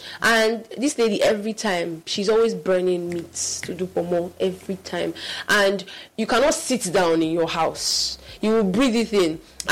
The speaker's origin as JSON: {"language": "English", "region": "Lagos", "country": "Nigeria", "tie": "born or raised there", "said": "I remember when I was growing up in Lagos, we had sanitation every Saturday morning from 7 a.m. to 10 o'clock."}